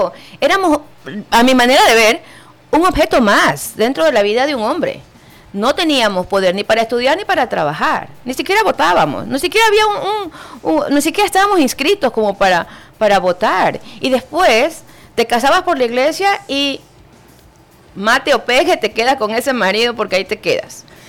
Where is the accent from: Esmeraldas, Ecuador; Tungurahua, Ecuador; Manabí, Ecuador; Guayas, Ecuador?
Manabí, Ecuador; quiénes somos los manabitas